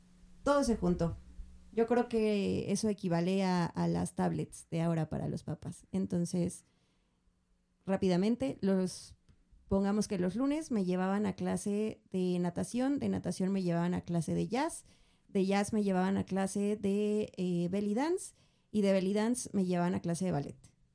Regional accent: Mexico City, Mexico; Xochimilco está como a 2 horas de todo y en las mañanas está como a 3 horas de todo por el tráfico, porque aparte yo vivo en un lugar donde bajan todos los pueblitos

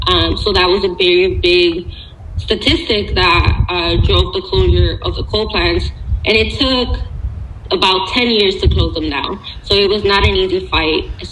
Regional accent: Chicago, Illinois, United States; I grew up in Pilsen, still live there. My parents met in Pilsen. My grandmother lived in Pilsen. My aunts lived in Pilsen.

